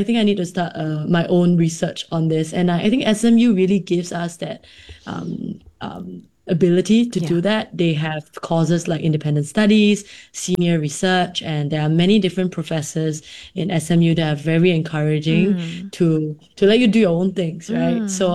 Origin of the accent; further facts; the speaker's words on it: Singapore; do the status quo as a Singaporean.